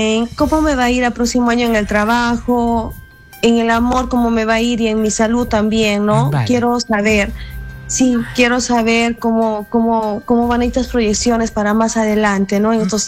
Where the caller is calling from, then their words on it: Chala, Arequipa, Peru; Yo me encuentro por la localidad de Chala, que pertenece a la provincia de Carabelí.